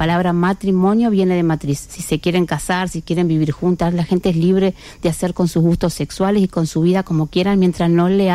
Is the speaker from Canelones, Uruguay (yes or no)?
no; Colonia, Uruguay; nosotros somos de Colonia.